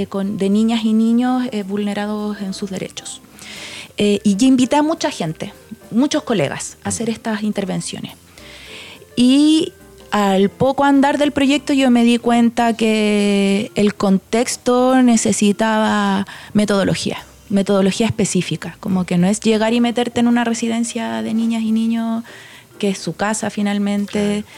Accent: San Bernardo, Santiago Metropolitan Region, Chile; Crecí en San Bernardo, en el Nocedal 3. Llegué muy chiquitita y me fui después de que egresé de la U.

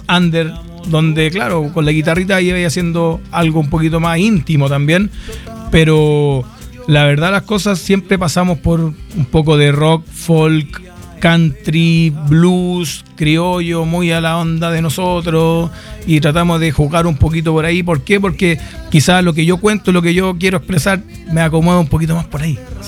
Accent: Zapallar, Valparaíso, Chile; born there; also born or lived in Santiago / Puchuncaví; now in Catapilco, Chile; Un enero del 89 en Zapallar. Soy zapallarino y ahí anduve dando vuelta por varios lados, Santiago, después Puchuncaví, ahora estoy dentro de Laguna, pero en Catabilco.

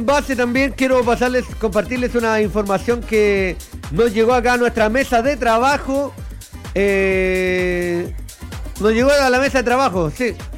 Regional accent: Chile; nosotros como chilenos

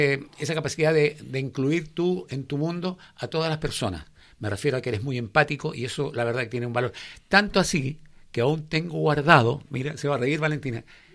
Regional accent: Graneros, O'Higgins, Chile; also born or lived in Santiago, Chile; now in Rengo, Chile; Yo le doy gracias a la vida de haber elegido vivir acá en Rengo. Yo nací en Santiago, pero obviamente muy pequeñito. Nos instalamos en Graneros, donde yo viví una infancia maravillosa.

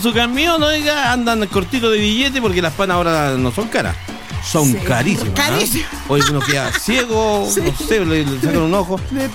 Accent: Calama, Antofagasta, Chile; soy parte de Calama.

